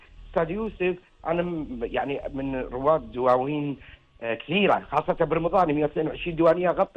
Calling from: Kuwait

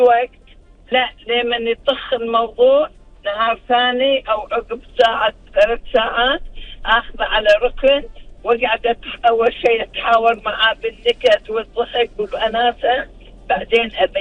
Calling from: Kuwait; لديرتنا الحبيبة الكويت.

